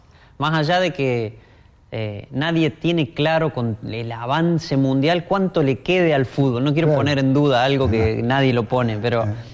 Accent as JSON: {"language": "Spanish", "country": "Argentina", "said": "pasa eso con lo competitivo que somos"}